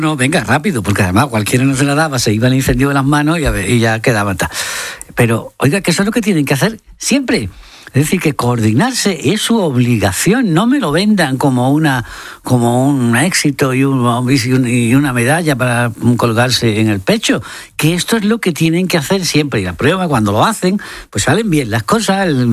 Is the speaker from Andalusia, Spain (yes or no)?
yes; Marchena, Andalusia, Spain; aparte de mi pueblo, de Marchena, etc.